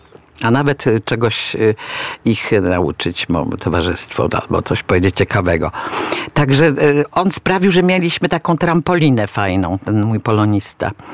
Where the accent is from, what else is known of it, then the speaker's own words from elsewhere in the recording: Sławno, West Pomeranian Voivodeship, Poland; moved away as an adult; now in Warsaw, Poland; ja pochodziłam z małego miasta, czy tam do matury wychowywałam się w Sławnie, obok tak, tam na Ziemiach tak, Odzyskanych.